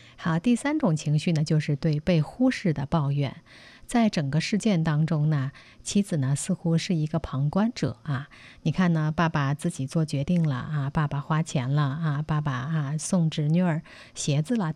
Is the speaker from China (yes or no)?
yes; China